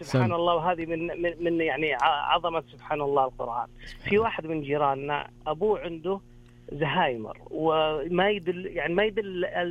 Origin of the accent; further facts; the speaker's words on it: Medina, Medina Province, Saudi Arabia; من المدينة المنورة.